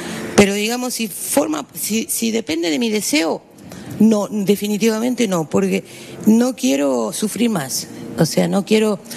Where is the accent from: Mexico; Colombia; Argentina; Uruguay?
Uruguay; now in Barcelona, Spain; soy una uruguaya internacionalmente muy conocida, posiblemente soy la uruguaya más conocida en todo el mundo.